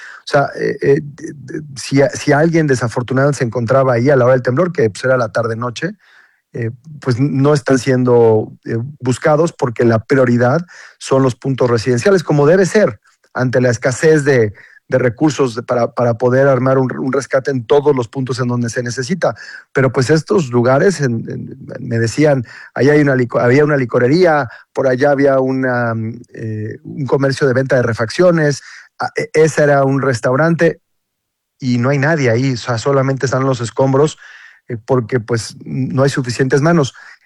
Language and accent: Spanish; Mexico; Como mexicano, estar en medio de una zona de desastre provocada por un terremoto, pues es recordar muchísimas cosas, pero sobre todo recordar la solidaridad, el apoyo que hemos recibido en el 85, en 2017